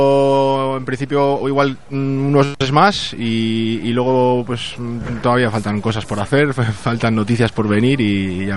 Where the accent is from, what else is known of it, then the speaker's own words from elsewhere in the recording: Bilbao, Basque Country, Spain; moved away as an adult; now in Chattanooga, United States; Pues soy de Bilbao, vine aquí a trabajar a principios de año y aquí sigo